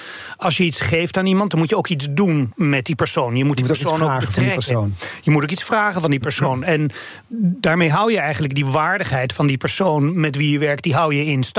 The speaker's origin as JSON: {"language": "Dutch", "town": "Noordwijk", "region": "South Holland", "country": "Netherlands", "said": "Ik ben een dorpeling uit Noordwijk, dus ik heb een andere realiteit."}